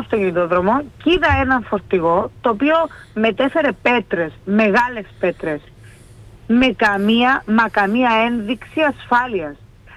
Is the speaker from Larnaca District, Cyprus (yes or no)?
no; Limassol, Limassol District, Cyprus; Όταν σχολάσα, ξεκίνησα να πω στην πόλη μου στη Λεμεσό.